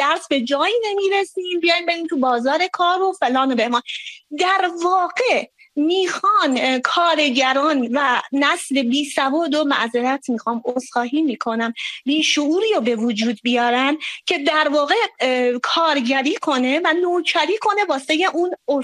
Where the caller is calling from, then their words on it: Tehran, Tehran Province, Iran; من از تهران هستم، ایران عزیزمون.